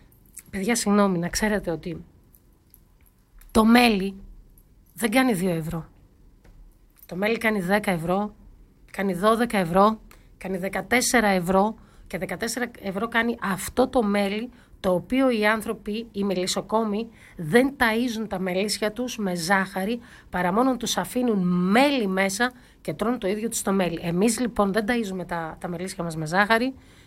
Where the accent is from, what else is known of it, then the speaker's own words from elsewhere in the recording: Epirus, Greece; Είμαστε και κοντοχωριανές από τη Θεσπρωτεία.